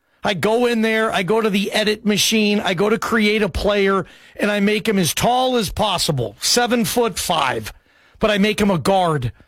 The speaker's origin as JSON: {"language": "English", "town": "Atlanta", "region": "Georgia", "country": "United States", "tie": "born there", "said": "I was born in Atlanta, so I have a special place in my heart for the ATL."}